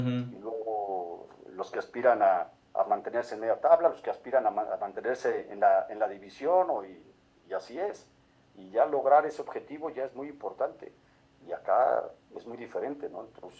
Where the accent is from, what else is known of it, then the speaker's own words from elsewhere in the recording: Mexico; nosotros en México